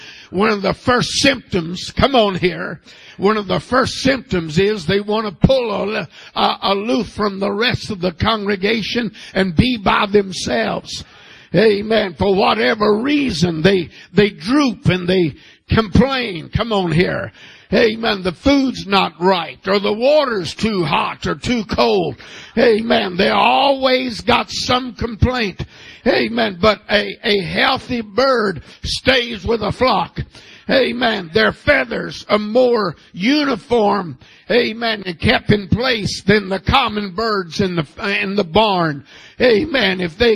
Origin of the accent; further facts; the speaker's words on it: United States; born there; I have dual citizenships. Amen. I am an American by natural birth.